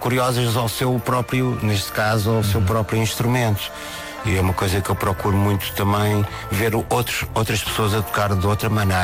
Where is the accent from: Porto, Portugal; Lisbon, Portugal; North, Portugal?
Lisbon, Portugal; me relacionar com o sítio onde eu nasci, que sou mesmo de Lisboa. Adoro Lisboa.